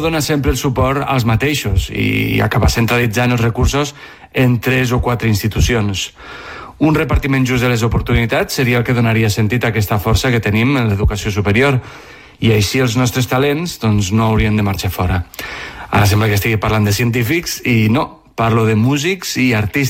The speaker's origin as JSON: {"language": "Catalan", "town": "Lleida", "region": "Catalonia", "country": "Spain", "said": "jo que sóc de Lleida"}